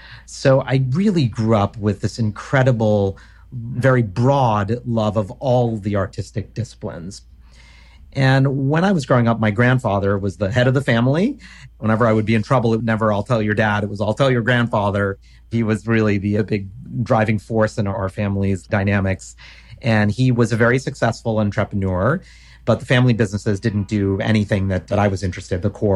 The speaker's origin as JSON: {"language": "English", "town": "New York City", "region": "New York", "country": "United States", "tie": "born or raised there", "said": "Yeah, I was born here in New York City, and we grew up on 12th Street on the outskirts of the East Village."}